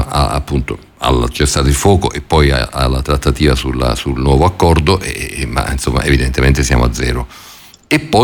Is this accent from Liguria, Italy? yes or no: no; Naples, Campania, Italy; io sono napoletano